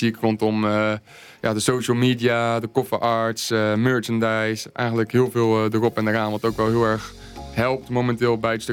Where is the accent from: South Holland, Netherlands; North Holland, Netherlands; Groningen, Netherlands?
South Holland, Netherlands; Reeuwijk; moved away as an adult; now in Spijkenisse, Netherlands; ik kom oorspronkelijk uit Reewijk. Dus dat ligt naast Gouda. Dat ligt net niet in Rijnmond, maar momenteel ben ik eigenlijk woonzaam in Spijkenisse.